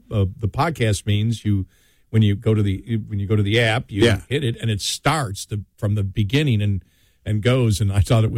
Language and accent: English; Buffalo, New York, United States; I'm from Buffalo, so I never trust any of my teams going to do good.